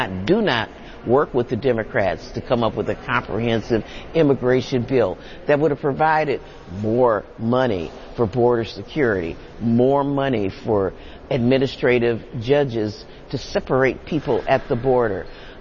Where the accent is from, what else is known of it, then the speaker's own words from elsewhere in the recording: Wisconsin, United States; Matter of fact, I hail from Wisconsin, where Joe McCarthy, the famous Joe McCarthy, hails from Wisconsin.